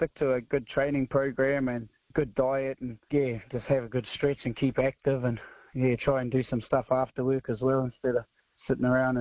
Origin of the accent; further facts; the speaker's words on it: Katanning, Western Australia, Australia; born there; I was born in Katenning in Western Australia, and my family are all from Australia.